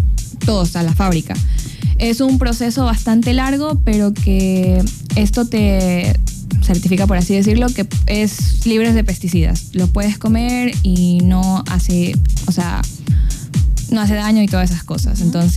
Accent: Santo Domingo, Santo Domingo de los Tsáchilas, Ecuador; Yo soy de Santo Domingo

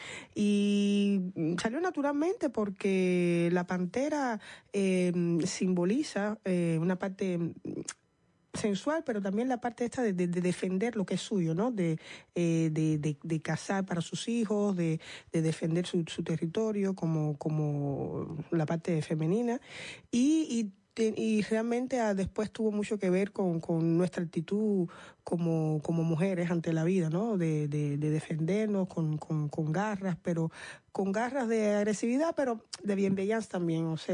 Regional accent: Cuba; Somos cubanas, por caribeñas, supuesto.

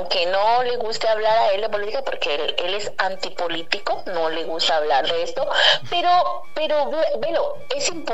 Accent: Mexico; su gente de México es muy cálida, es muy apapachadora, somos buenas personas.

